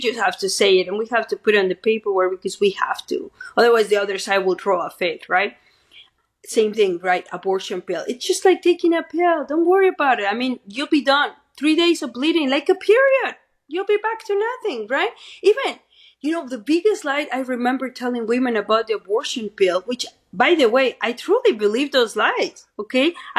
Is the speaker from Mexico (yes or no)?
yes; Mexico; moved away; I'm an immigrant. I'm from Mexico.